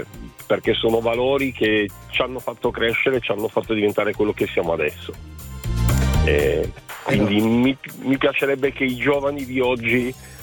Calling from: Rivoli, Piedmont, Italy; Dalla provincia di Torino, Rivoli.

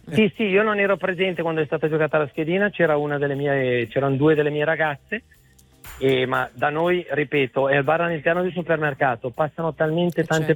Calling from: Brianza, Lombardy, Italy; da buon brianzolo

